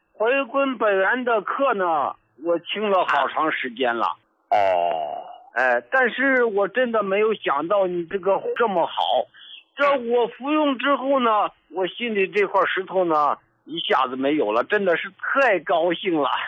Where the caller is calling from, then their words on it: Shenyang, Liaoning, China; 我是来自辽宁沈阳的一个患者。